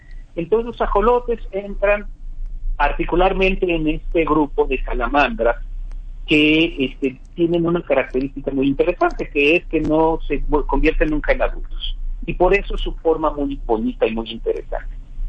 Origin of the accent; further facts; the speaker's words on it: Mexico; somos como mexicanos